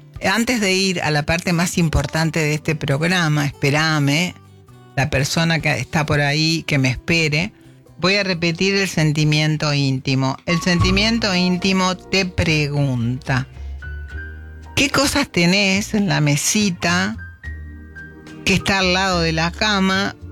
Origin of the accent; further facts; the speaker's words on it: Gualeguaychú, Entre Ríos, Argentina; yo soy de Gualeguaychú, he ido cuando era chica muchas veces.